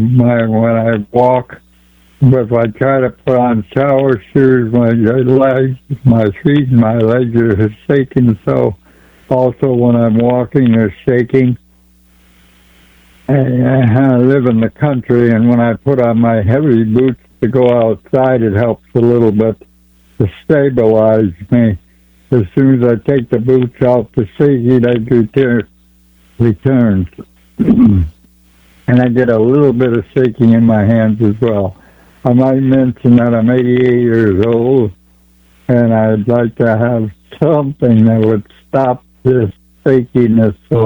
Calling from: Charles City, Iowa, United States; I'm calling from Charles City, Iowa.

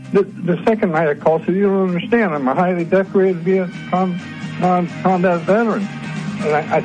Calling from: Ohio, United States

